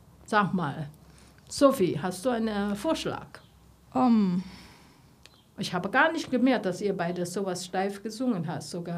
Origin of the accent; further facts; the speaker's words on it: Taiwan; born there; German is a second language; moved away; Ich wurde in Taiwan geboren, sie wurde in China geboren